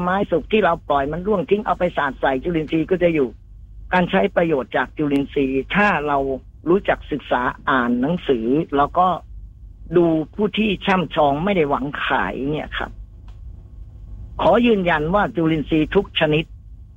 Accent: Phichit, Thailand; born there; now in Bueng Samakkhi, Thailand; เกิดที่จังหวัดพิจิตรแต่ว่าณปัจจุบันเนี่ยยึดที่นิวาสสถานบ้านช่องบ้านเลขที่75หมู่3บ้านวัดใหม่ตำบลบึงสามัคคีอำเภอบึงสามัคคีจังหวัดกำแพงเพชร

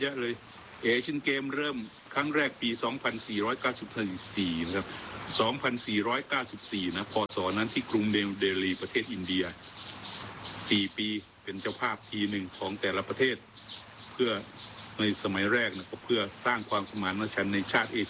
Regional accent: Southern Thailand, Thailand; ก็เป็นเรื่องที่เราชาวใต้นะครับเลี้ยงควายเนี่ยเขาก็เลี้ยงกลางทะเลเหมือนกันนะ

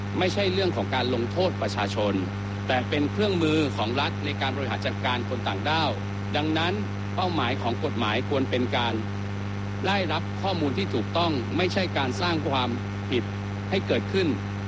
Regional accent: Pattaya, Chonburi, Thailand; ยิ่งตามหัวเมืองท่องเที่ยวเช่นเมืองพัทยาบ้านเกิดผมเองครับท่านประธาน

